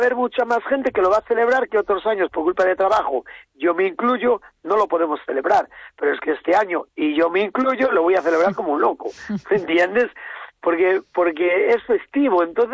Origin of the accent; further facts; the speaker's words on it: Galicia, Spain; somos gallegos.